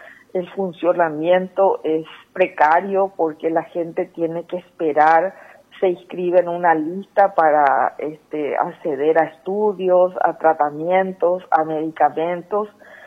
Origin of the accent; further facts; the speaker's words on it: Paraguay; somos los paraguayos los que vamos a pagar